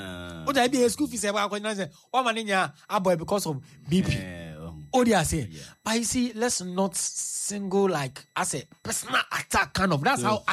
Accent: Ghana; I'm a Ghanaian, so.

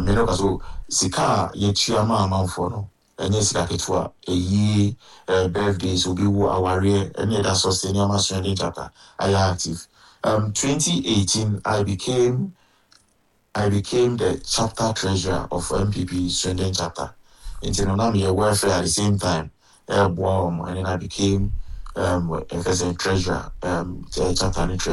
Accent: Accra, Greater Accra, Ghana; now in United Kingdom; That's where I grew up in Accra.

